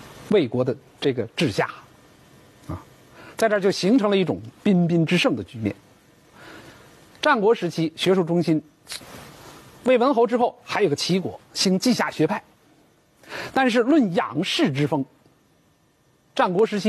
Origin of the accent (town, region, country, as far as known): China